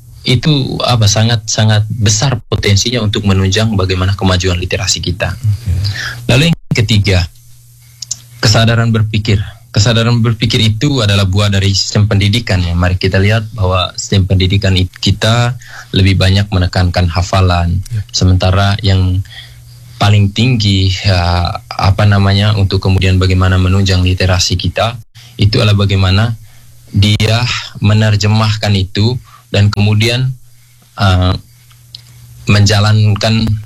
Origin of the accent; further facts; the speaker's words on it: East Nusa Tenggara, Indonesia; kita orang NTT